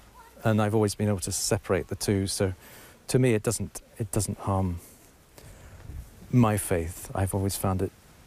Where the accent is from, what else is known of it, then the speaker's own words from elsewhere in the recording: Canterbury, South East England, United Kingdom; moved away; also born or lived in North London; I was brought up Anglican in Canterbury, in fact. So I was confirmed by Robert Runcie as an Anglican.